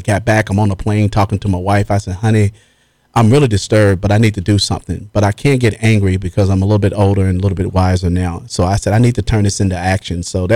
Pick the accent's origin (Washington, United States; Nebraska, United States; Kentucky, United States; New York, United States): Kentucky, United States; moved away as an adult; And I'm from Kentucky originally. I left home at 19. I'm 55 now.